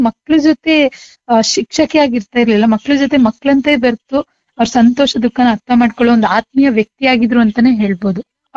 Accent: Karnataka, India; born or raised there; moved away as an adult; now in Bengaluru, India

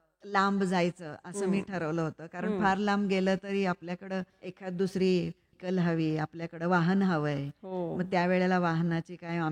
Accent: Wathar, Maharashtra, India; आणि वाठार म्हणून साताऱ्याच्या इथं आमचं एक गाव आहे, ते माझं माहेर आहे.

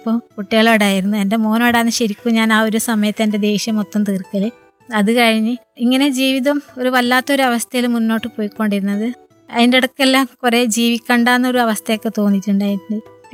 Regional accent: Karnataka, India; now in Kerala, India; ഞാൻ ജനിച്ചു വളർന്നത് കർണാടകയിലാണ്. അപ്പം അവിടെ ഇങ്ങനെ പ്രശ്നങ്ങളുള്ളത് കൊണ്ട് തന്നെ എൻ്റെ അമ്മേൻ്റെ ഫാമിലീസൊക്കെ ഇവിടെ കേരളത്തിലാണ്.

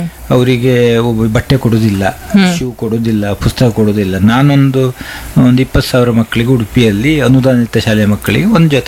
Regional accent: Karnataka, India; born there; ನಮ್ಮನೆ ಎದುರು ಒಂದು ದೊಡ್ಡ ಹೊಳೆ, ಹಾಲಡಿ ಹೊಳೆ ಅಂತ

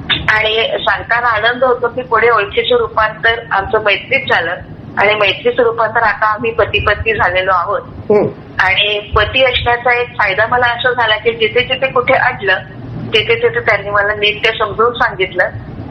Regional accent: Nagpur, Maharashtra, India; मी मुळात नागपूरची, बाहेर नागपूरचं, माझं शिक्षण नागपूरच्या सोमलवार शाळेत झालं

